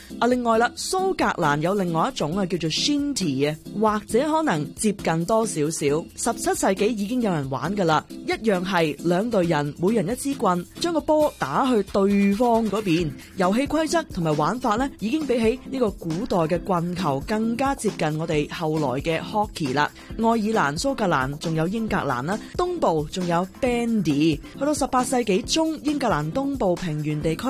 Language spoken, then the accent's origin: Cantonese; Canada; 系我哋加拿大人 Naismith 发明噶嘛。不过要讲加拿大嘅国技咧，棒球、篮球、冰球、足球，似乎冰球 Hockey 可以好肯定咁讲，系我哋加拿大嘅国技